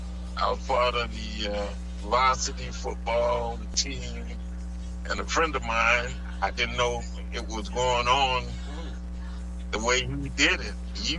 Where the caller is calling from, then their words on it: Orlando, Florida, United States; Lake Nona.